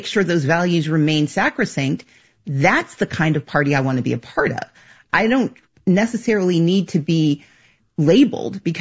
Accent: Mississippi, United States; born or raised there; also born or lived in Georgia

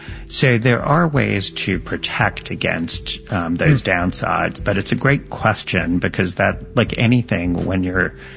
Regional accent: New York, United States; let's just take my home state of New York.

